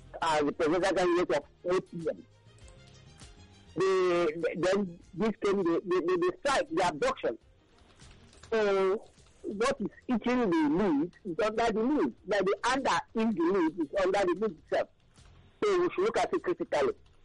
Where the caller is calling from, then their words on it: Lagos, Nigeria; I'm calling from Abang again, Ekotun.